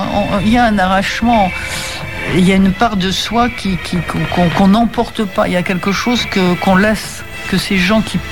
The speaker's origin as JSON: {"language": "French", "country": "France", "tie": "born there"}